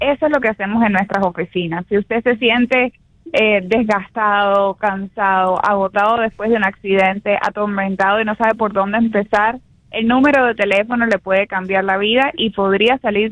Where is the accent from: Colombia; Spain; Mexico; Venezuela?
Venezuela; also born or lived in Cuba; now in United States; yo nací en Cuba, pero me crecí muchos años en Venezuela, y esa tierra me acogió como si fuera mi propio país